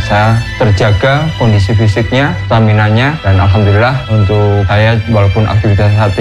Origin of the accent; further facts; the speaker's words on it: Wonosobo, Central Java, Indonesia; now in Karangkobar, Indonesia; Saya asli dari Wonosobo, tapi saya berdomisili di Karangkobar.